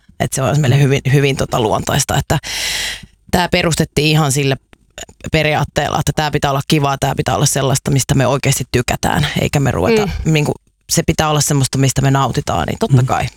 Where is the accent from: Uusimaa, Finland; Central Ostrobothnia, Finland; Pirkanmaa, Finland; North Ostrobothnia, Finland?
Uusimaa, Finland; Kerava; Me ollaan Keravalta